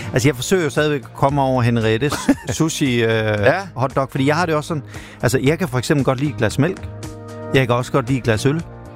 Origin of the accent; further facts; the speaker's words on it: Randers, Central Denmark Region, Denmark; Jeg er jo fra Randers oprindeligt. Får man rødkål på sin hotdog i Randers?